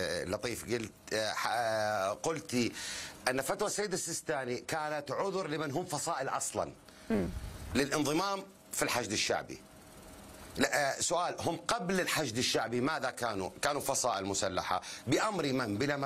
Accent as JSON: {"language": "Arabic", "country": "Iraq", "said": "مثل الزيدي عندنا بالعراق،"}